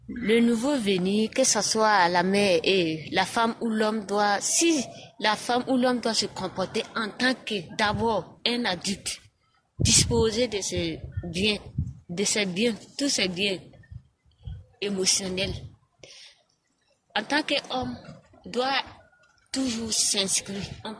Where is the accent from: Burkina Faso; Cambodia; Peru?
Burkina Faso; Chez nous au Burkina Faso, surtout en Afrique